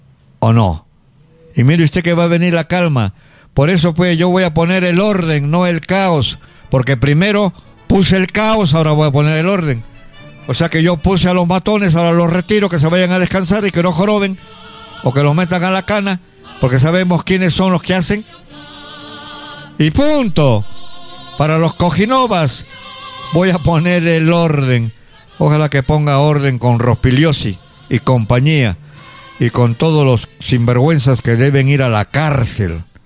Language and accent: Spanish; Huánuco, Peru; now in Arequipa, Peru; Yo, por ejemplo, soy huanuqueño, me he casado con una arequipeña